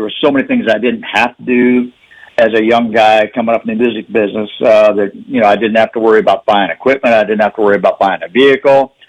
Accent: Canada; moved away; For those that may not know, I'm from Canada originally. So anytime I get a chance to come home and do a show

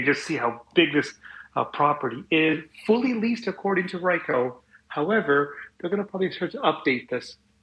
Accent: Calgary, Alberta, Canada; a Calgary development company looking at a Calgary property for Calgarians in what I call my 80s growing up in the Northeast.

